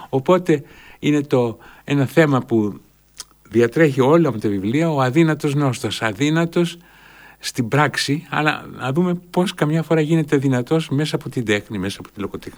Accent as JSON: {"language": "Greek", "country": "Greece", "said": "Το να είμαι Έλληνας έρχεται μετά. Και συμπλήρωνα, ίσως επειδή είμαι Έλληνας."}